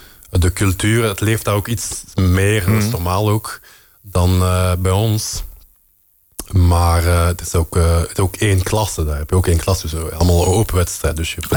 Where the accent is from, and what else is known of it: Flanders, Belgium